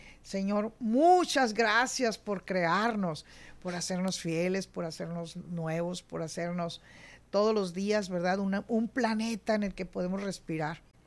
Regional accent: Mexico; Somos los mexicanos, comemos frijoles, pues, desde niños

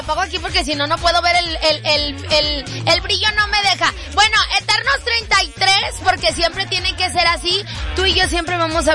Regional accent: Colombia; now in Mexico; conocida como la colombiana más mexicana para todos ustedes.

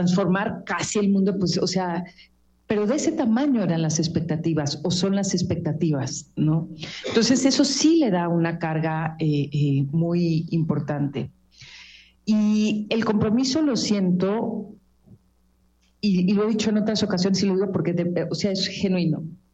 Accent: Guadalajara, Jalisco, Mexico; moved away; yo soy tapatía, pero siempre lo he dicho, yo desde que llegué a Cualtos me asumo también una parte de mi corazón es alteña.

